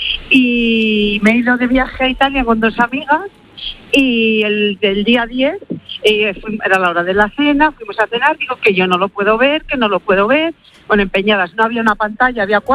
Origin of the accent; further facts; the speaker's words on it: Valladolid, Castile and León, Spain; somos de Valladolid, toda la pandilla a la Plaza Mayor de Valladolid